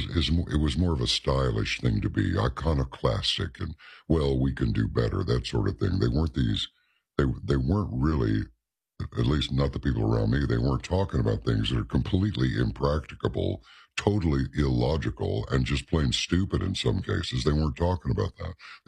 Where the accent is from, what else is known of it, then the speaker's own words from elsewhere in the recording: Wales, United Kingdom; No, but I'm from Wales, and you're an American.